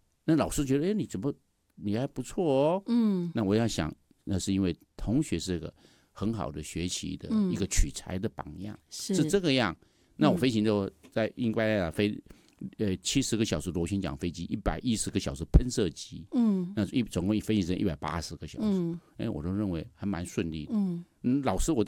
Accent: Tainan, Taiwan; 我第一志愿填台南机场，因为我台南人啊，我当然填台南，离家近，

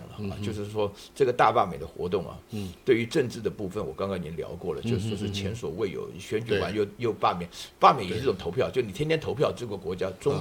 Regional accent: Taiwan; 我是成长在这个环境下的嘛

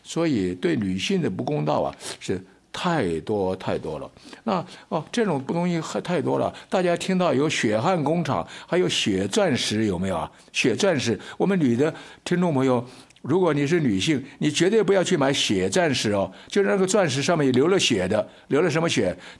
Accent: Taiwan; 韩国人比我们台湾人有志气多了

